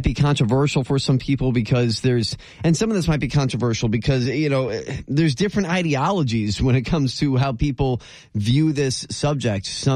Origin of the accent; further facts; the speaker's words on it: Florida, United States; from my home state of Florida